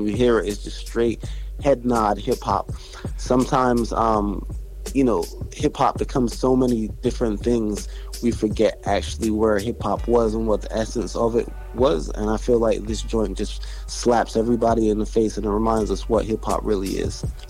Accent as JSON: {"language": "English", "region": "New Jersey", "country": "United States", "tie": "born or raised there", "also_born_or_lived": "England", "said": "Yeah, I was born in England by way of Jamaican parents, but I was raised and represent New Jersey."}